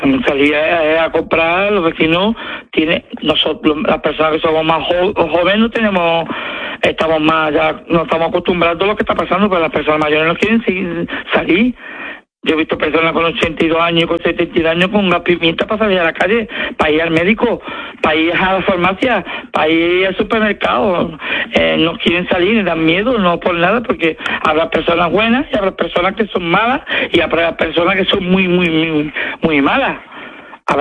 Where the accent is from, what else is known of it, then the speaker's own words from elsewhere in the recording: Spain; Yo precisamente soy musulmán y soy español de nacimiento. O sea, soy cristiano de nacimiento, de padre y madre, perdón, porque español soy.